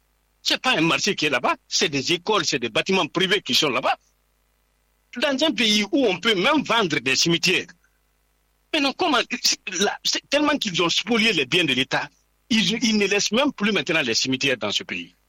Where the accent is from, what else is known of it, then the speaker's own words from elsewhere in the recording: Dinguiraye, Faranah, Guinea; born there; chez moi, à Dingiray. Quand le mois de mars arrive là-bas, personne ne peut sortir sous le soleil.